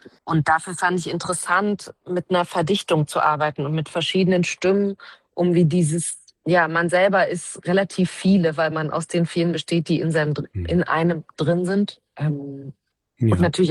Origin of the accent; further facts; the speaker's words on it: Leipzig, Saxony, Germany; Naja, also ich komme aus Leipzig.